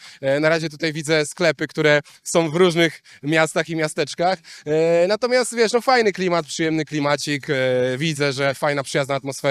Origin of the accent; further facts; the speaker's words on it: Opoczno, Łódź Voivodeship, Poland; now in Tomaszów Mazowiecki, Poland; bo ja w ogóle pochodzę z Opoczna. Teraz też mieszkam w Tomaszowie